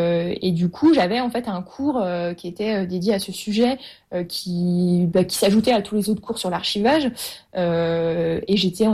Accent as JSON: {"language": "French", "town": "Lyon", "region": "Auvergne-Rhône-Alpes", "country": "France", "moved": "yes", "said": "moi, j'étais à Lyon avant. Enfin, je suis lyonnaise d'origine."}